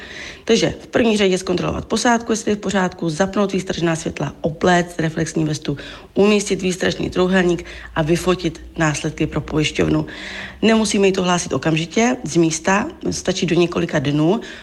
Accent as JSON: {"language": "Czech", "region": "Vysočina Region", "country": "Czechia", "said": "jsme z Vysočiny"}